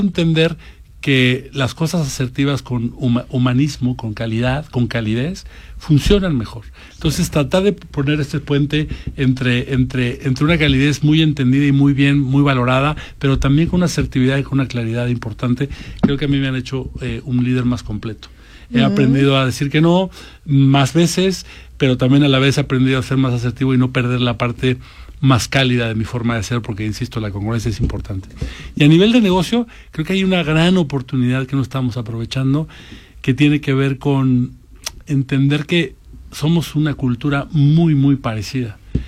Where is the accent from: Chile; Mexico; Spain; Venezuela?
Mexico; Guadalajara, Jalisco; soy de Guadalajara.